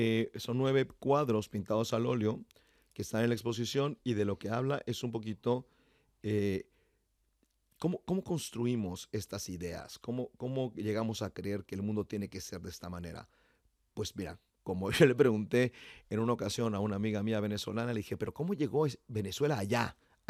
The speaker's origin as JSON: {"language": "Spanish", "country": "Mexico", "said": "yo soy mexicano"}